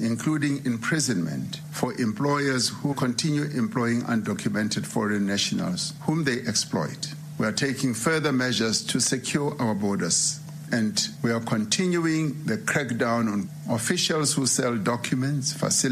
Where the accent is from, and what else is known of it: DR Congo; now in South Africa